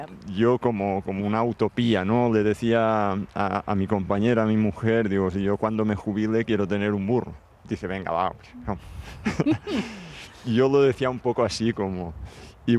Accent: Formentera, Balearic Islands, Spain; born there; Yo he nacido en esta isla, amo muchísimo mi tierra

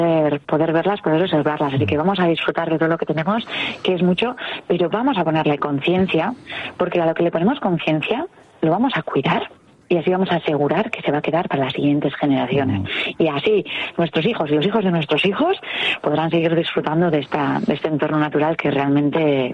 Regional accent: Deba, Basque Country, Spain; now in Orio, Spain; Yo personalmente ahora llevo muchos años viviendo en Orio, pero soy de Deva

